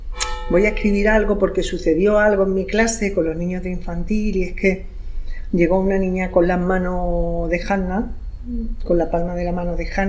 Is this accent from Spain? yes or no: yes; Melilla, Spain; born there; el balneario que fue el edificio donde yo nací